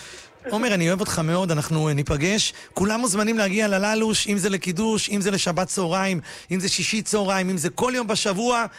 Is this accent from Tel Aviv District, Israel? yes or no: yes; Bat Yam, Tel Aviv District, Israel; moved away as an adult; now in Rishon LeZion, Israel; זה העיר שלי, אני גדלתי בבת ים, אמנם בעשור וחצי קצת יותר, אני בראשון, אבל הנשמה שלי בבת ים, התחנכתי בבת ים, גדלתי בבת ים